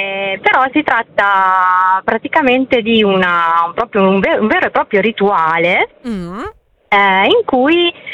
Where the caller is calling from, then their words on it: Emilia-Romagna, Italy; Siamo dalla provincia di Piacenza.